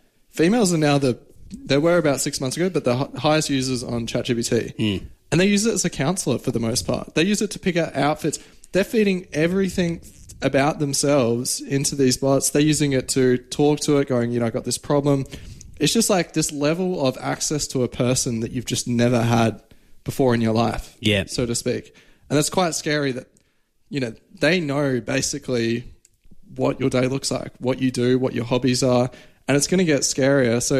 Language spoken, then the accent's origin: English; Australia; They're just tapping their hose into our resources, and us as an Australian gets absolutely nothing in return.